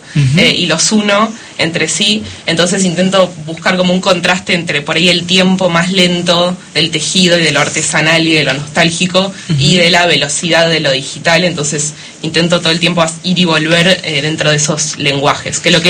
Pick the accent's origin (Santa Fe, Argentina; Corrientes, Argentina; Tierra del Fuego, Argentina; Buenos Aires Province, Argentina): Buenos Aires Province, Argentina; La Plata; Directamente desde La Plata.